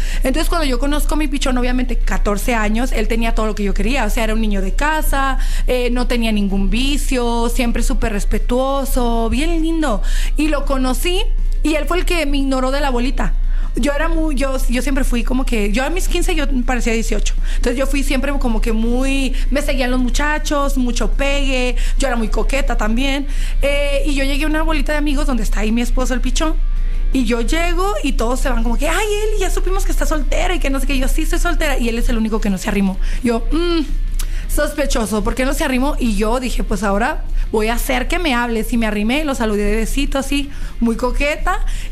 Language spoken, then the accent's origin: Spanish; Ameca, Jalisco, Mexico; mucha gente de donde yo soy como que prefieren decir que son de Guadalajara, porque luego tú dices a Meca y se quedan como, pues, ¿dónde está Meca?